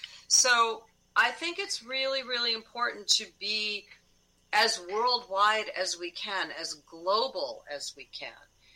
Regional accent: United States; I've been a little nervous about being an American in another country

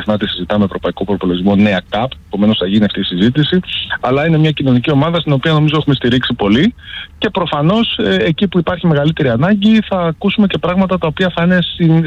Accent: Kalavryta, Western Greece, Greece; Την Αχαΐα την αγαπώ, η καταγωγή μου είναι από τα Καλάβρητα.

